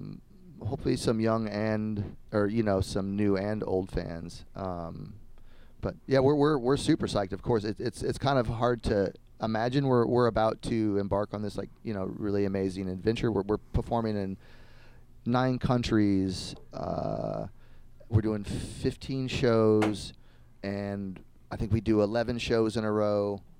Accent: Woodstock, New York, United States; now in Brooklyn, United States; I say I'm from Woodstock, but actually I live in Sunset Park now.

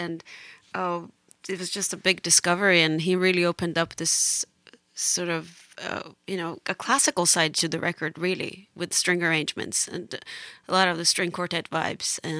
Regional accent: Tbilisi, Georgia; first language Georgian; English is a second language; moved away; very Tbilisi, my hometown, our hometown instrument in Georgia.

